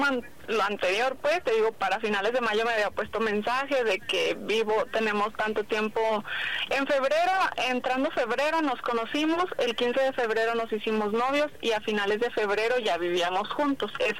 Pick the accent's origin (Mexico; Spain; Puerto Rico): Mexico; Tonalá, Jalisco; Nos vamos como anónimos, pero soy de Tonalá, Jalisco.